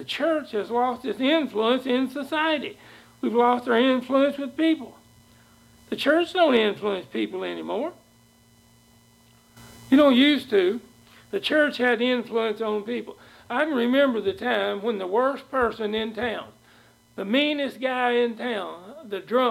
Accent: Kentucky, United States; I grew up down in Kentucky and in a dry county

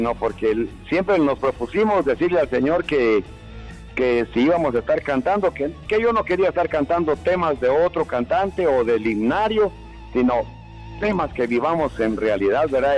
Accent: Guatemala; yo soy puro guatemalteco.

